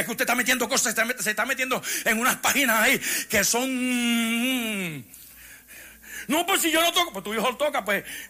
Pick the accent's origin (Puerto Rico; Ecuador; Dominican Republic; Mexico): Puerto Rico; Yo soy puertorriqueño, sopórteme.